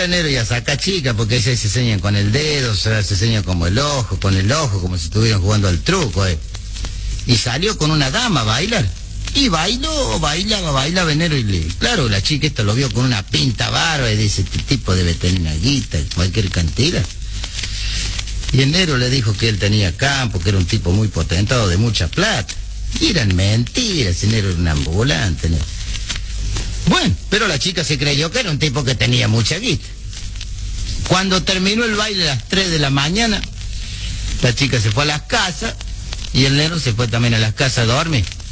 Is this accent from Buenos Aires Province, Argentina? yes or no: no; Córdoba, Argentina; yo como soy cordobés